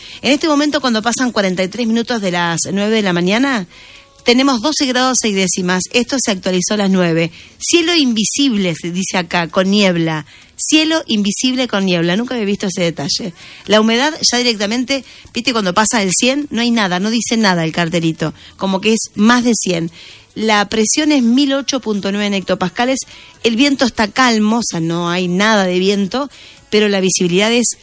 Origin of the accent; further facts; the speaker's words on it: Argentina; viste cómo somos los argentinos.